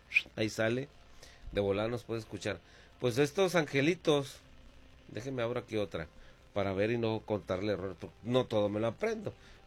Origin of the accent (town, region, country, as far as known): Mexico